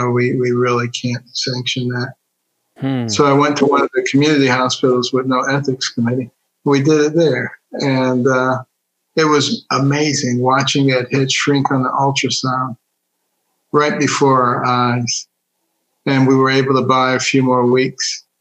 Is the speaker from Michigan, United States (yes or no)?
yes; Detroit, Michigan, United States; born there; moved away; also born or lived in Boston, Massachusetts / New Haven, Connecticut / Ann Arbor, Michigan / Baltimore, Maryland